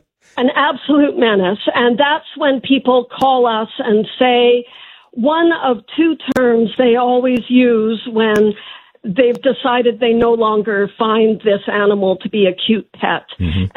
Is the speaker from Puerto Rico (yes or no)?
no; Saskatchewan, Canada; I grew up in Saskatchewan